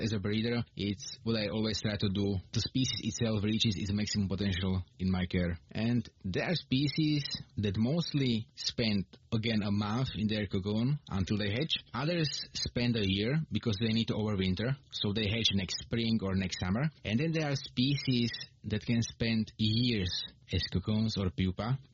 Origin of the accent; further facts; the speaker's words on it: Bielý Kostol, Trnava Region, Slovakia; English is a second language; I'm from Bielý Kostol in Slovakia.